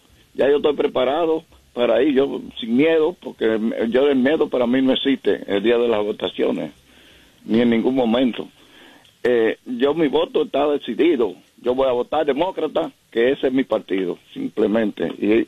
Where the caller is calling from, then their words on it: New Jersey, United States; Nueva New Jersey.